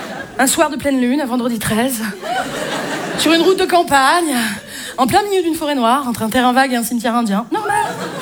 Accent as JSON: {"language": "French", "town": "Marseille", "region": "Provence-Alpes-Côte d'Azur", "country": "France", "said": "Je suis marseillaise. J'ai pas l'accent."}